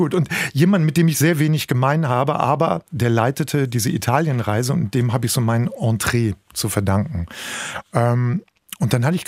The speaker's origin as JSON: {"language": "German", "town": "Bergisch Gladbach", "region": "North Rhine-Westphalia", "country": "Germany", "said": "Ich komme aus Bergisch Gladbach. Meine Eltern hatten nicht so wahnsinnig viel Geld, SPD-Mitglieder."}